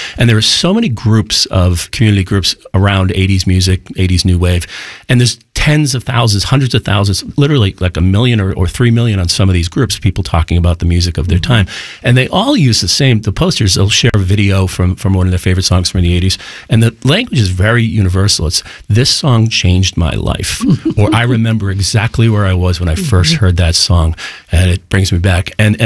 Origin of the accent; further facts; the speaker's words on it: Boston, Massachusetts, United States; Growing up in Boston, it was always